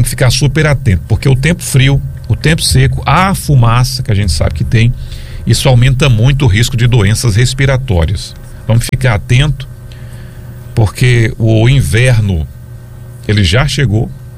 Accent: Brazil; Afinal, somos brasileiros

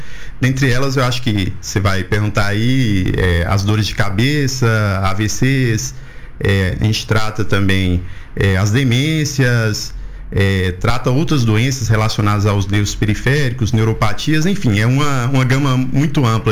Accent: Palmas de Monte Alto, Bahia, Brazil; also born or lived in Salvador; eu sou da cidade, nasci aqui mesmo em Palmas de Monte Alto, provavelmente algumas pessoas conhecem … Estudei todo o ensino fundamental aqui em Palmas de Monte Alto.

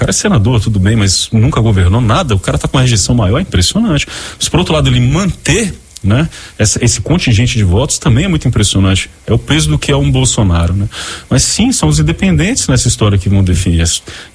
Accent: Salvador, Bahia, Brazil; eu sou aqui, eu cresci no Trobogi, né? Mais especificamente ali na rua Mucambo, que é mais ou menos um entroncamento entre o quilômetro 7 ali da Estrada Velha do aeroporto e o condomínio Trobogi, a paralela, né? E ali eu cheguei no início da década de 90

